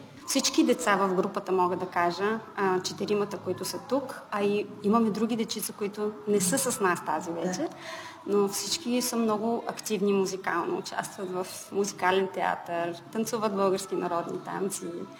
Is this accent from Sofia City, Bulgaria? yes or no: no; Blagoevgrad, Blagoevgrad Province, Bulgaria; moved away as an adult; also born or lived in Plovdiv / California; now in Dallas, United States; Родена съм в Благоевград, да.